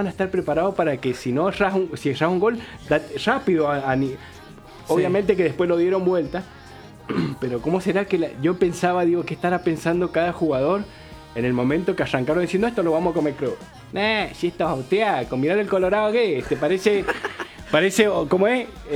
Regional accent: San Juan, Argentina; sepan entender que vengo de San Juan. No me mate.

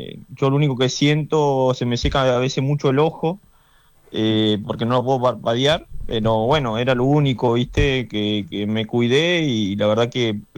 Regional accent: Neuquén, Argentina; now in Córdoba, Argentina; Sí, la verdad es, yo de verdad que soy de Neuquén, pero se me ha pegado un poquito la tonada. Es difícil todo el día escuchando a los cordobeses que no se te pegue un poco.

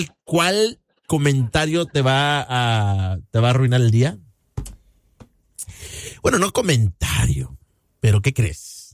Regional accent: Jojutla, Morelos, Mexico; Yo soy de Jojutla, Morelos, México. Cerquitas de Cuernavaca, al lado de Tlaquiltenango.

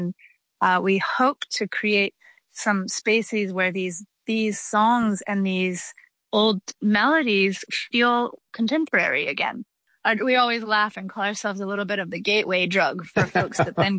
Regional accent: Atlanta, Georgia, United States; We were born, … and I were born and raised in Atlanta, Georgia.

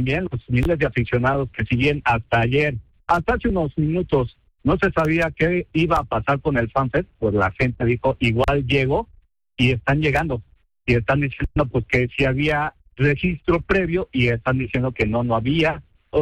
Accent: Mexico; como mexicano, pues bueno, pues que gane México.

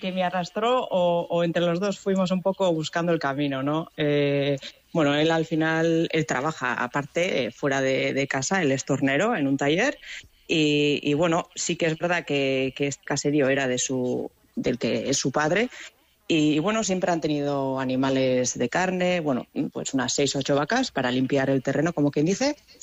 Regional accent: Zarautz, Basque Country, Spain; Siempre yo he sido soy de Zarauz de nacimiento y siempre he vivido en una casa, pero siempre con algún animal que otro, como quien dice.

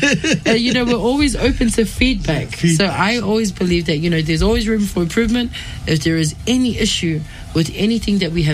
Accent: New Zealand; I am American Samoan Tongan, born and raised in New Zealand

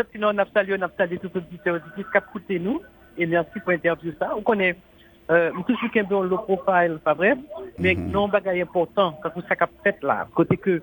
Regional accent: Haiti; Nous sommes fanatiques de football, mais surtout en tant qu'haïtien.

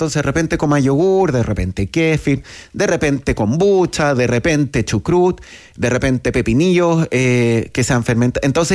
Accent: Chile; Sí, soy de Chile.

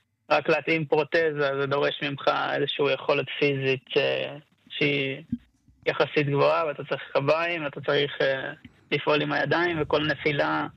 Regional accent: Karmia, Southern District, Israel; כן, אז במקור אני מקיבוץ קרמיה, וקפצתי בשבי למילואים.

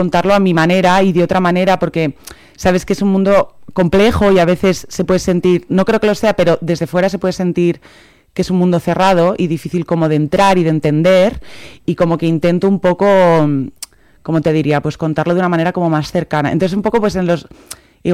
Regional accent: Logroño, La Rioja, Spain; also born or lived in Madrid; Soy de aquí, de Logroño, toda la vida, toda mi familia

